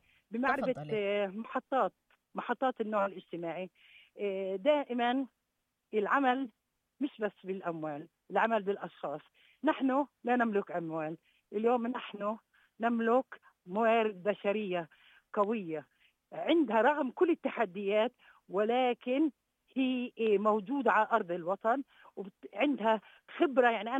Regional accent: Palestine; احنا بنحكي على اشي برضو اشي ملموس كفلسطينيين.

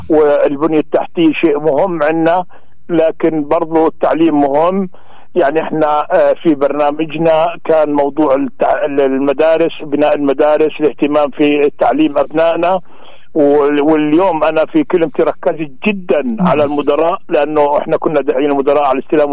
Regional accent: Al-Ubeidiya, West Bank, Palestine; إحنا بلدتنا تعتمد على العامل

